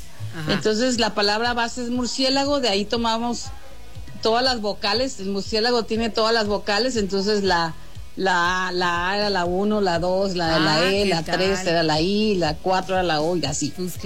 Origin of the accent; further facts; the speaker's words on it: Culiacán, Sinaloa, Mexico; moved away; yo soy de Culiacán.